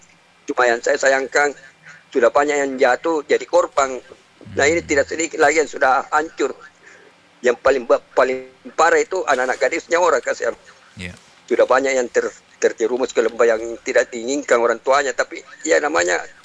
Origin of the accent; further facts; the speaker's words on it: Makassar, South Sulawesi, Indonesia; Saya asli Bugis, maka saya asli Makassar. Karena lahir dan besar di sini, jadi inilah kampung halaman saya sebetulnya, bukan kampung halaman saya Sinjai.